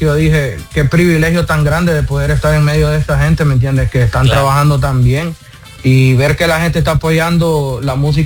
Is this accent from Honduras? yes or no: yes; Honduras; now in United States; somos hondureños.